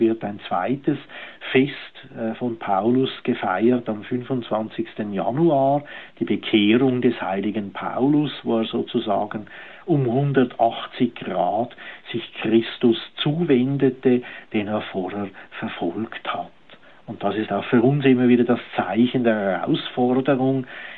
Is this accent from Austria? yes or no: no; Switzerland; in dem Sinn sind wir Schweizer ja sozusagen auch die Heiden